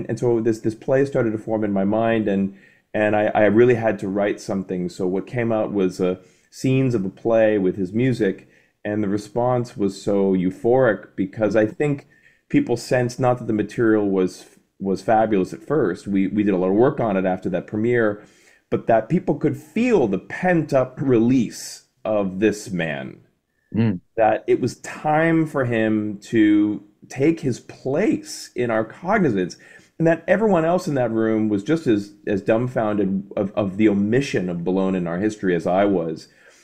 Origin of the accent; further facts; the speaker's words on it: Boston, Massachusetts, United States; I'm from Boston.